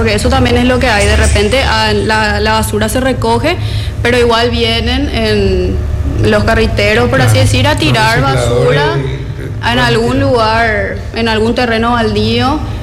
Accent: Luque, Central, Paraguay; Yo soy de Laurelte

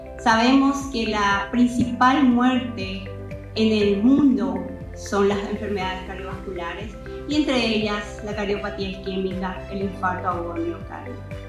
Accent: Paraguay

